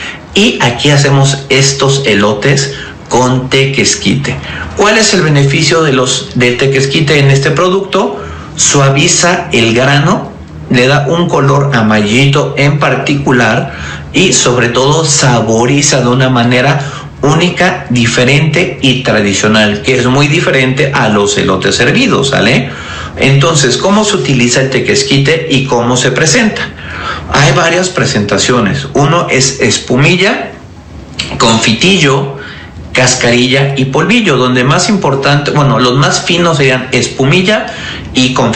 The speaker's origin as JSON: {"language": "Spanish", "region": "Mexico City", "country": "Mexico", "moved": "as an adult", "lives_now": "Puebla, Mexico", "said": "yo soy de la Ciudad de México, llegué a Puebla hace unos 20 años y sobre todo pues me enamoré de la gastronomía poblana"}